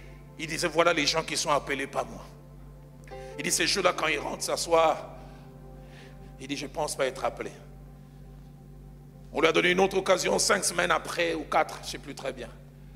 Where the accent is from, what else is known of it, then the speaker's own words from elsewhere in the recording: Kinshasa, DR Congo; Chez nous, à Kinshasa, quand un enfant n'arrive pas à marcher, on ne dit pas que celui n'arrivera jamais à marcher.